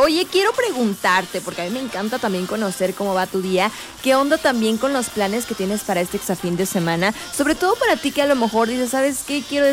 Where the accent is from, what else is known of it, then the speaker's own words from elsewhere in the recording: Oaxaca, Mexico; a todos los que somos oaxaqueños